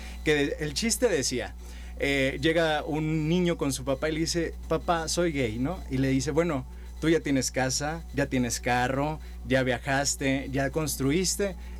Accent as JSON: {"language": "Spanish", "region": "San Luis Potosí", "country": "Mexico", "tie": "born there", "also_born_or_lived": "Ciudad del Carmen, Campeche", "said": "de mi infancia, de mi adolescencia aquí en San Luis Potosí."}